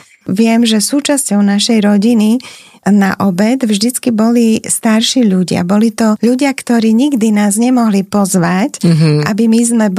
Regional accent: Bratislava, Bratislava Region, Slovakia; born there; moved away as an adult; also born or lived in Liptov; ja keď som sa z Bratislavy teda presťahovala na Liptov a tam sme bývali 14 rokov s mojim manželom

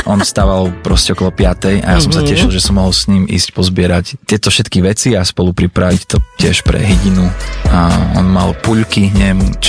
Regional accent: eastern Slovakia, Slovakia; Ja pochádzam z východného Slovenska a ja som to miloval ako chlapec, pretože taký sídliskový život bol nudný v paneláku

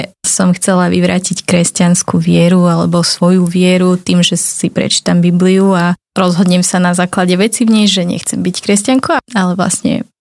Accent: Bratislava, Bratislava Region, Slovakia; Som pôvodom z Bratislavy

